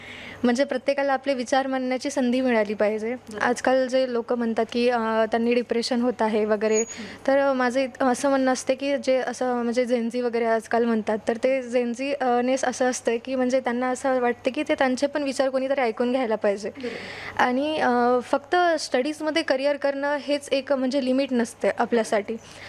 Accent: Phulwal, Maharashtra, India; मी फुलवळची आहे आणि मी आज बी फार्मसी तृतीय वर्षातील विद्यार्थिनी आहे.

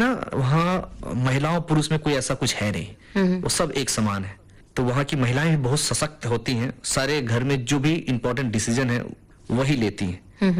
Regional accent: Bihar, India; first language Bajjika; Hindi is a second language; बज्जिका मेरी मातृभाषा है, मेरी दादी, मेरे दादा, मेरे घर में आज भी जब अगर आपके सामने मेरा फोन आ जाए तो मैं अपनी माता जी से, पिताजी से बज्जिका में ही बात करूंगा।

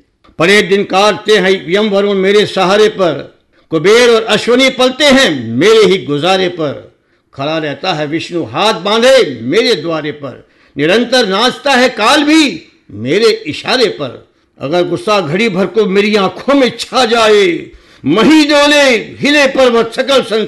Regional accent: Moradabad, Uttar Pradesh, India; मेरा जन्म मुरादाबाद में हुआ

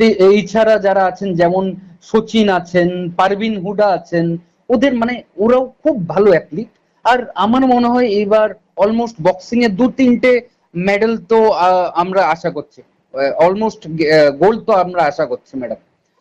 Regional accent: India; আমরা ইন্ডিয়ান

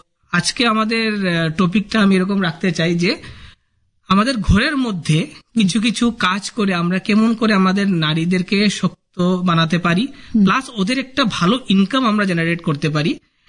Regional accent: India

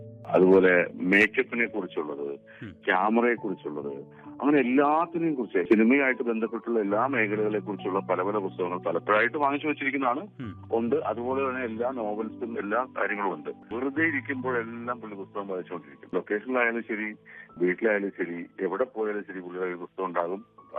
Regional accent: Ernakulam, Kerala, India; എറണാകുളത്ത് ഞാൻ ജനിച്ചു വളർന്ന ആ സ്ഥലത്തുള്ള

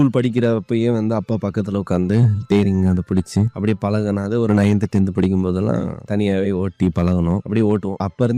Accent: Kodaikanal, Tamil Nadu, India; ஆமாம் சார், நான் பிறந்து வளர்ந்தது எல்லாமே கொடைக்கானல் தான்.

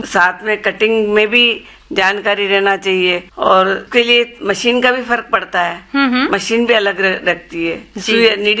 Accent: Hindoli, Rajasthan, India; moved away as an adult; now in Kota, India; मैं बूंदी डिस्ट्रिक्ट के हिंडौली कस्बे से हूँ

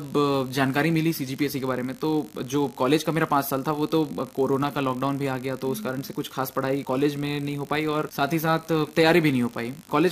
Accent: Janjgir-Champa district, Chhattisgarh, India; also born or lived in Bilaspur; मैं जांजगीर चांपा जिले के तहसील सारा गांव का निवासी हूं। मैंने अपनी स्कूली जो पढ़ाई है वो जांजगीर चांपा जिले के मैंने पूरी की।

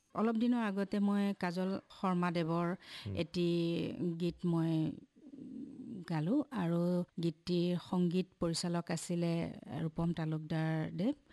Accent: Kaki, Assam, India; আমি কাকীৰ, এক নং কাকীৰ এখন ভিতৰুৱা গাঁৱৰ ছোৱালী

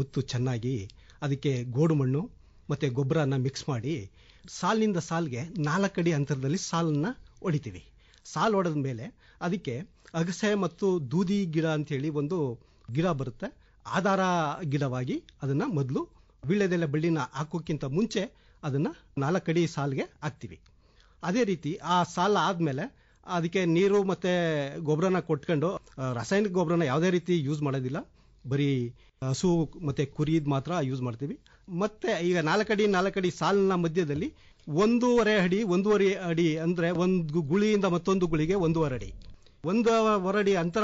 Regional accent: Udbur, Karnataka, India; ನಾನು ಮೂಲತಃ ಉದ್ಬೂರೇ, ಉದ್ಬೂರ ನಿವಾಸಿಯಾಗಿದ್ದೇನೆ. ನಾನು ಒಬ್ಬ ಸಮಗ್ರ ಕೃಷಿ ರೈತ

